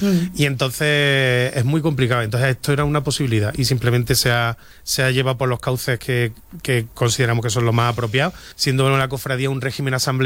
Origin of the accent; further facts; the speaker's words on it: Úbeda, Andalusia, Spain; para nosotros Úbeda es el centro del universo, pero si nosotros vemos un mapa de Andalucía, Úbeda está en el rincón último, allí somos casi murcianos.